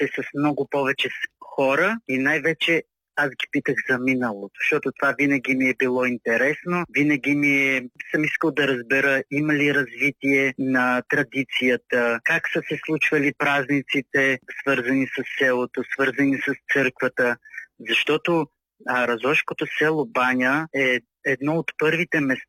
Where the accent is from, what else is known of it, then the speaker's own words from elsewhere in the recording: Banya, Blagoevgrad Province, Bulgaria; моето родно село винаги има какво да разказвам, защото все пак аз съм отраснал там.